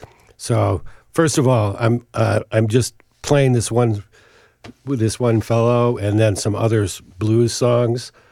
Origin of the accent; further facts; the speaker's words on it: Chicago, Illinois, United States; So, and I'm from Chicago, and so that's a good reason to love blues.